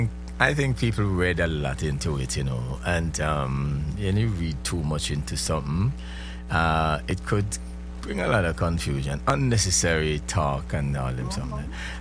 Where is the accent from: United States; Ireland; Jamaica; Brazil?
Jamaica; you and I grew up in Jamaica